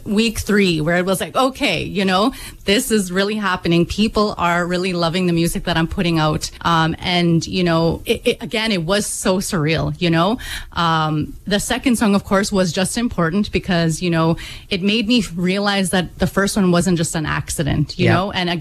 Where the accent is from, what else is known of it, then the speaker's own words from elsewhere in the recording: Cumberland House, Saskatchewan, Canada; I come from Cumberland House Cree Nation, which is in northern Saskatchewan. It's the oldest settlement, and my connection to my people, family, ceremony, community, and ancestors is at the center of who I am.